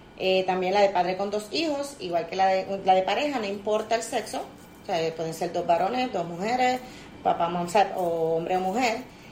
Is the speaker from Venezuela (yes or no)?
no; Ponce, Puerto Rico; yo vengo de Ponce. Llevo sobre 10 años en Cosby y viajando para acá